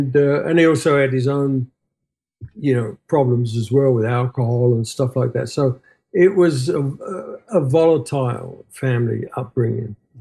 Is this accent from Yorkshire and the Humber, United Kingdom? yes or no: no; London, United Kingdom; now in Southern California, United States; Finchley, North London. I still drink the tea. That's why I didn't pick up the accent.